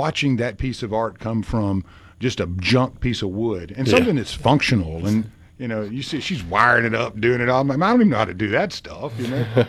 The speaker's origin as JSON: {"language": "English", "town": "Jackson", "country": "United States", "tie": "born or raised there", "said": "I have a friend that I grew up with here in the Jackson area"}